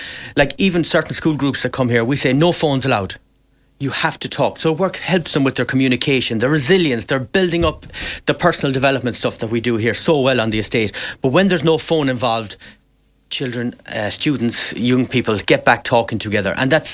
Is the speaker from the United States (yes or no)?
no; Westport, Connacht, Ireland; Well, it's a thing generationally. We always, I grew up outside Westport, we always had a family membership.